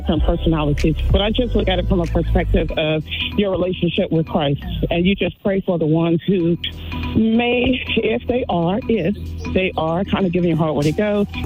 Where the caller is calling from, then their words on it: Alexandria, Virginia, United States; I'm calling from Alexandria, Virginia.